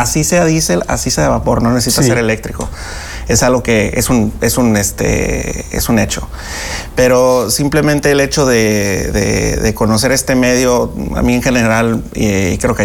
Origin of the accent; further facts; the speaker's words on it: Tijuana, Baja California, Mexico; Yo soy de Tijuana.